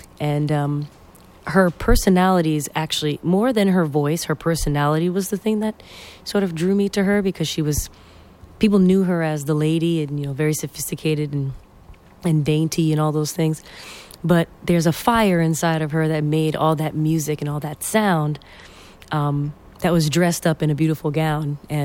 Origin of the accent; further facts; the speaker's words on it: New York, United States; yeah, and I'm from New York as well. Born and raised all over this beautiful state.